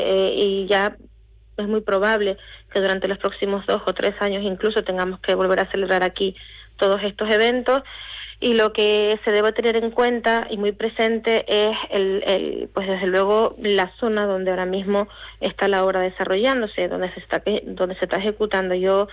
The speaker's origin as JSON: {"language": "Spanish", "region": "Canary Islands", "country": "Spain"}